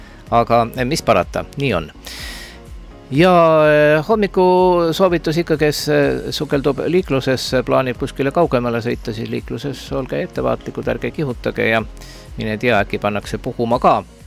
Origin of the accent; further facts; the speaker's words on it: Muhu, Saare County, Estonia; mina kui sünnipärane muhulane, mina tean, noh, muhulased on nagu väga edased, ega muhus sellist väga head randa ei ole, et seal minu kodukandis seal on kaks varianti, kas on väga kivine või on väga mudane.